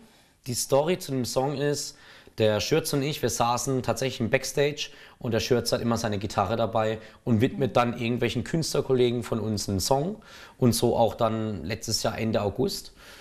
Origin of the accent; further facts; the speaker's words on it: Karlsruhe, Baden-Württemberg, Germany; als Karlsruher und eigentlich Ingenieurstudent